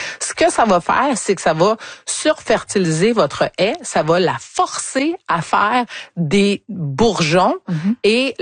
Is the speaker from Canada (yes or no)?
yes; Quebec, Canada; je viens encore une fois de l'Estrie